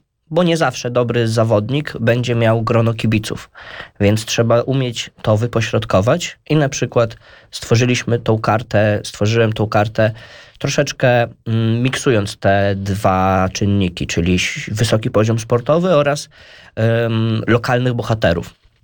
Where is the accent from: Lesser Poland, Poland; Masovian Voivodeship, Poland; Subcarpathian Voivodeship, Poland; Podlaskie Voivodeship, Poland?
Podlaskie Voivodeship, Poland; Łomża; ale jesteśmy z Łomży, więc mamy stadion w Łomży.